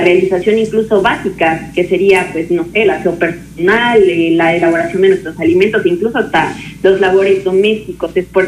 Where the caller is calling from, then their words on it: San Miguel Canoa, Puebla, Mexico; soy de la Junta Auxiliar de San Miguel Canoa.